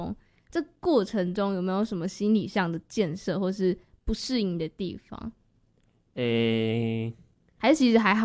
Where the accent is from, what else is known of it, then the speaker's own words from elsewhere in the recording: Kaohsiung, Taiwan; 就是我跟勋基宝算是都是高雄人，就是我们是高中的同学，然后国中其实也是在同一个学校，所以我们都是高雄人。